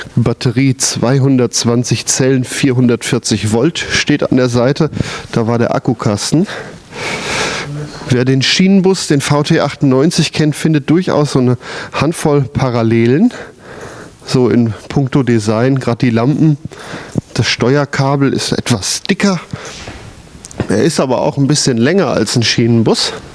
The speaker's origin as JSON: {"language": "German", "region": "Hesse", "country": "Germany", "tie": "born or raised there", "said": "Ja, in meiner Heimat auf der Lahntalbahn gab es die auch viel, in Limburg waren die viel zu Hause."}